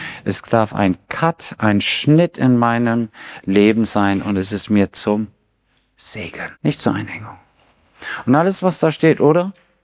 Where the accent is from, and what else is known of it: Germany; born there